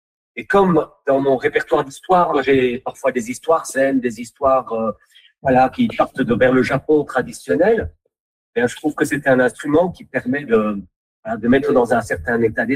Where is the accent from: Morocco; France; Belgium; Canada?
Belgium; nous sommes marqués par la culture du lieu dans lequel on vit, on grandit, puisque moi j'ai grandi en Belgique.